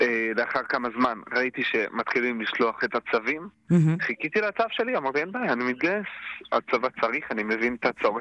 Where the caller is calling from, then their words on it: Migdal HaEmek, Northern District, Israel; אני מצפון הארץ. אתה נכון, מגדל העמק.